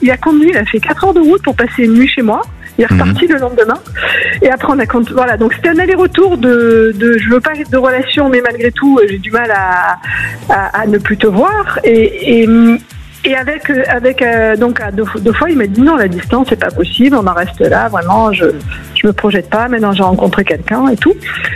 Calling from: Southern France, France; Je suis dans le sud de la France.

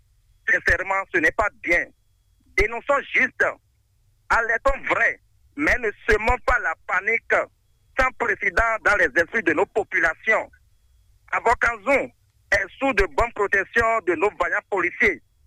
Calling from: Abomey, Zou, Benin; Je vous appelle depuis Abomé ce soir.

